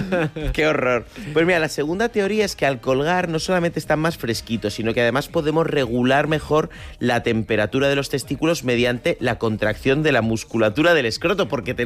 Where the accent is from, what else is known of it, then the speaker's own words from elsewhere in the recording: Santander, Cantabria, Spain; Yo que soy de Santander, Cantábrico, yo sé muy bien este ascensor testicular